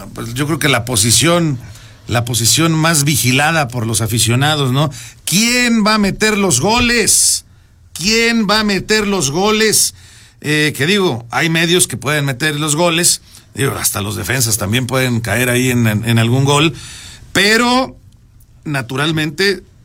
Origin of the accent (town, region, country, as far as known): Mexico